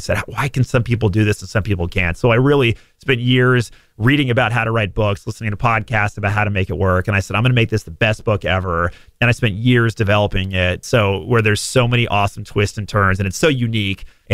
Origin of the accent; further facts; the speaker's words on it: Dallas, Texas, United States; I'm around 10, 11 years old, growing up in Dallas, Texas